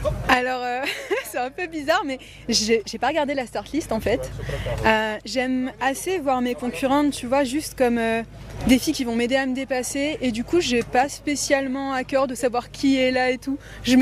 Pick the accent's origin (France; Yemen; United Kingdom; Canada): France; now in Grenoble, France; Je cours pour l'équipe Adidas et je suis française.